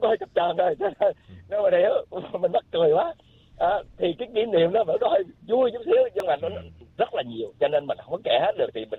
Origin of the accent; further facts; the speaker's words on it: Nha Trang, Khanh Hoa, Vietnam; moved away; tại quê mình ở Nha Trang mà.